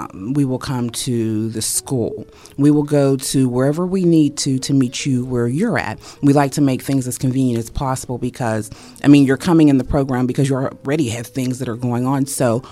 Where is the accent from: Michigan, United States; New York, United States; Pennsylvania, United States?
Pennsylvania, United States; Pittsburgh; I am from Pittsburgh. I originally grew up in the Homewood area, I'm 42 years old.